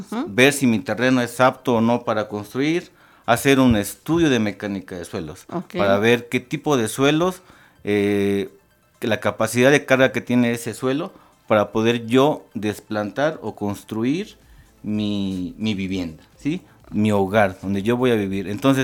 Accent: Jalacingo, Veracruz, Mexico; yo soy de Jalacingo y prácticamente es el mismo clima, muy, muy parecido.

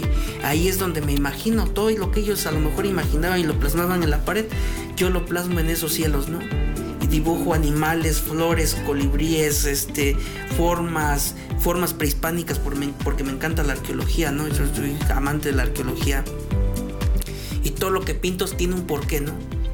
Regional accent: Oaxaca, Mexico; mi comunidad se llama Quiotepec, significa cerro de quiotes, pero también algo que tenemos muy presente es que todo el tiempo hace un viento extremo

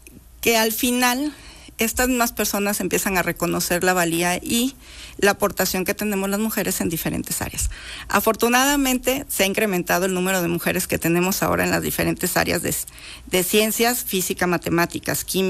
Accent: Veracruz, Mexico; yo soy de una ciudad pequeña del centro de Veracruz

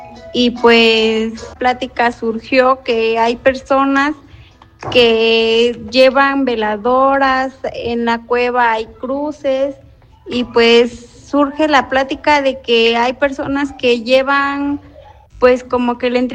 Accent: Santa Cecilia Clavijero, Puebla, Mexico; aquí de mi pueblo de Santa Cecilia Clavijero.

